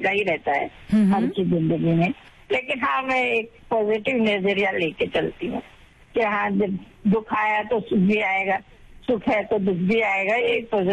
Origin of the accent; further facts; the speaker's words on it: Jaipur, Rajasthan, India; moved away as an adult; now in Varanasi, India; वैसे मैं जयपुर की रहने वाली हूँ, पियर मेरा जयपुर है, शादी मेरी बनारस हुई है